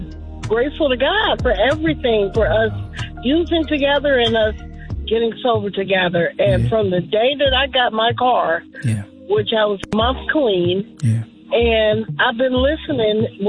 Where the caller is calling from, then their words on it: Cleveland, Ohio, United States; I'm calling from Cleveland, Ohio.